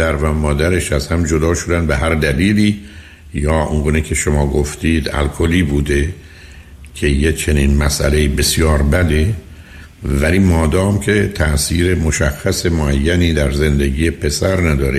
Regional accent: Iran; moved away; ما از ایران آمدیم بیرون، ولی با خودمون همچنان وابستگی رو آوردیم

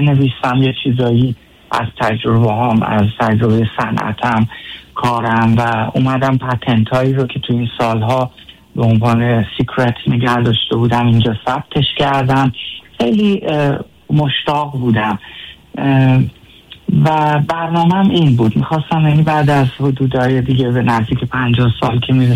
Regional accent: Iran; born or raised there; moved away as an adult

